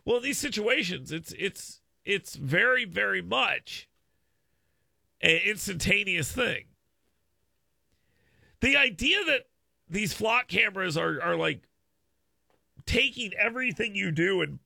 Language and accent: English; Gulf Coast, United States; I grew up there. I grew up right on the Gulf of America, and we always called it the Gulf of America.